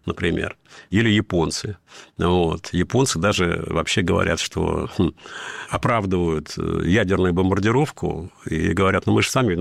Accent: Dagestan, Russia; В России я дагестанец, а в мире я русский.

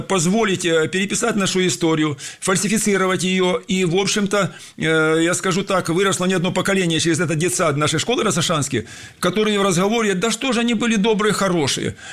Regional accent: Lizinovo, Voronezh Oblast, Russia; Но есть уникальная жемчужина архитектуры в моем родном селе Лизиново Карасшанского района.

